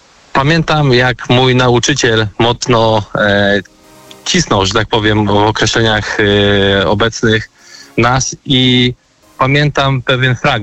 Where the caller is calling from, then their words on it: Masovian Voivodeship, Poland; Dzwonię do was ze Wrocławia, spod Warszawy.